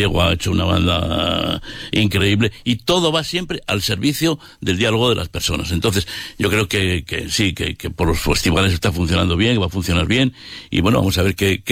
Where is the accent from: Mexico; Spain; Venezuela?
Spain; Canales de la Sierra, La Rioja; mi pueblo, de Canales de la Sierra